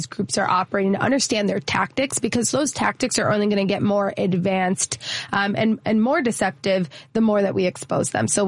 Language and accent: English; Chicago, Illinois, United States; born or raised there